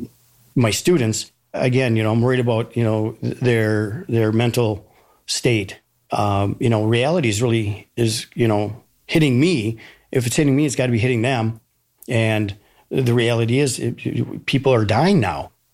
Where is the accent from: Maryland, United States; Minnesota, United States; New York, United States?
Minnesota, United States; And he asked where we're from, and I said, we're from Minnesota.